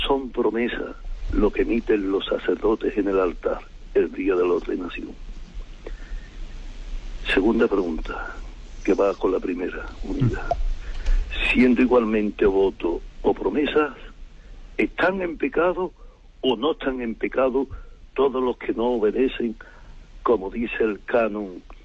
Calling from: Seville, Andalusia, Spain; de Sevilla.

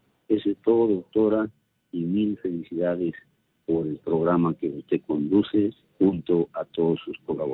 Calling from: Santiago de Chuco, La Libertad, Peru; Llamo de acá en la provincia de Santiago de Chuco, en la sierra de César Vallejo, más lo conocen, porque ahí nació César Vallejo.

